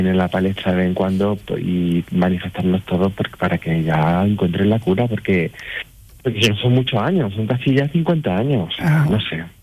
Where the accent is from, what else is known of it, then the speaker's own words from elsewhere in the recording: Úbeda, Andalusia, Spain; A Úbeda, mi tierra, mi preciosa ciudad, le pega un tajo